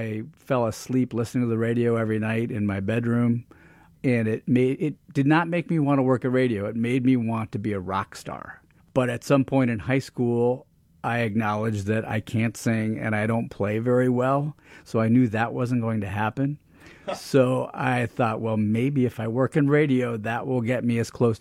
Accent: Chicago, Illinois, United States; But no, I grew up in Chicago. And when I was a kid, we would go up north to northern Wisconsin on vacation.

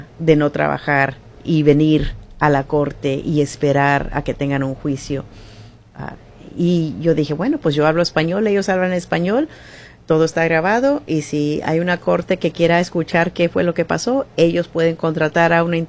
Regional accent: Mexico; now in United States; siendo una persona mexicana y una mujer

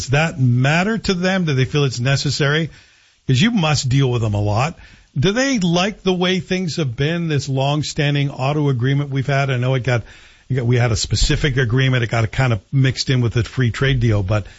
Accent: Canada; But we're Canadian, Brian, so we tend to be a little insecure.

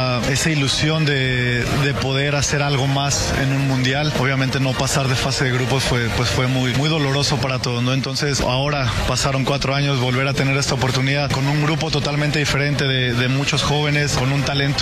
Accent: Mexico

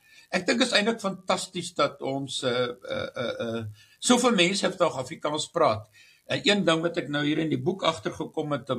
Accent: Namibia; moved away as an adult; also born or lived in Stellenbosch / Cape Town / Potchefstroom; Ek het groot geword in Namibië, soos ek sê. Ek moet net sê, ek het in 1970 gematrikuleer in die hoërskool Jan Moore in Windhoek.

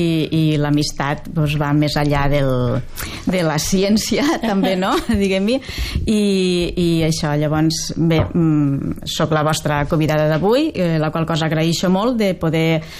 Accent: Sant Carles de la Ràpita, Catalonia, Spain; born there; also born or lived in Vinaròs; Jo vaig néixer a Vinaròs. Jo sóc vinarosenca, també.

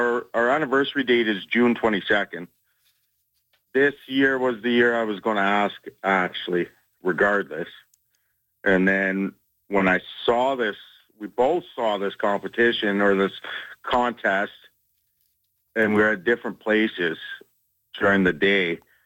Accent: Brandon, Manitoba, Canada; I'm from Brandon, so I was out working in Winnipeg.

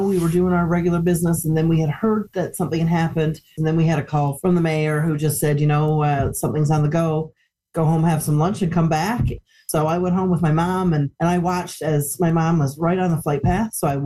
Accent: Newfoundland and Labrador, Canada; We think it's ordinary because we're born and raised in Newfoundland to be those kind and helpful and compassionate people.

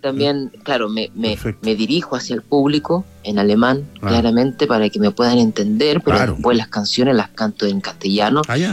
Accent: Santiago, Santiago Metropolitan Region, Chile; moved away as an adult; also born or lived in Buenos Aires; now in Berlin, Germany; Yo soy de Santiago, sí. Nací y me crié en una comuna de Santiago que se llama Renca.

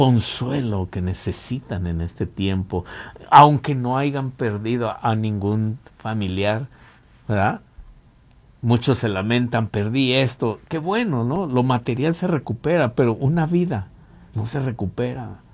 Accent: Mexico; moved away; cuando estaba allá en México, en mi país

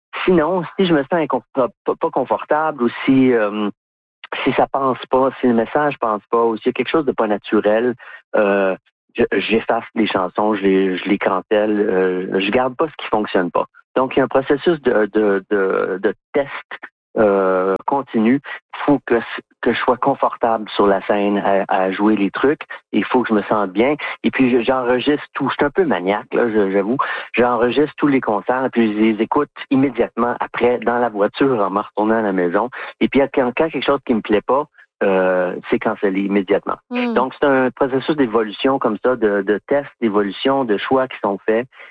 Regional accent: Montreal, Quebec, Canada; now in Toronto, Canada; C'est le résultat de plusieurs années passées à Toronto. Moi, je viens de Montréal, mais je suis ici depuis plusieurs années maintenant.

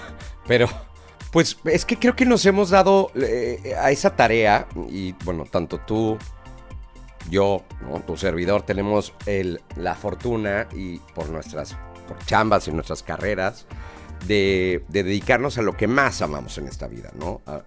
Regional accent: Mexico

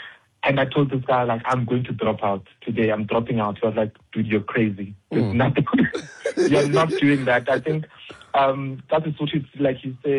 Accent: Matatiele, Eastern Cape, South Africa; I grew up with a person speaking on the other side right now. We grew up in Matatiele.

